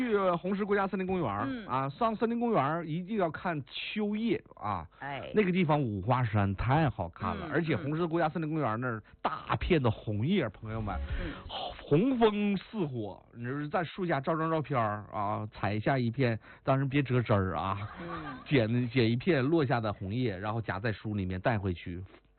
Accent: Huadian, Jilin, China; born or raised there

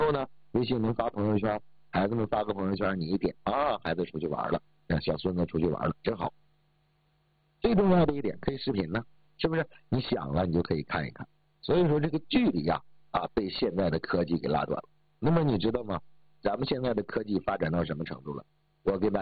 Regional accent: China; 我们中国人

